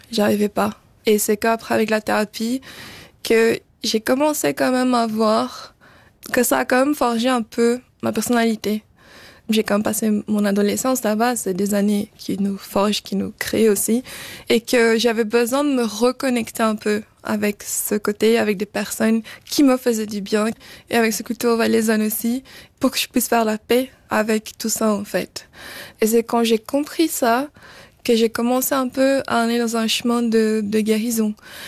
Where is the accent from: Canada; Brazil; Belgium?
Brazil; now in Switzerland; je suis brésilienne, en fait. Et je suis suisse.